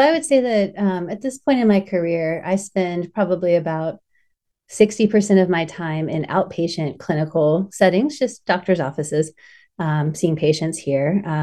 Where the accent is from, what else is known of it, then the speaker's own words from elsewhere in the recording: Appalachia, United States; moved away; So I grew up in Appalachia in a college town, surrounded by college kids.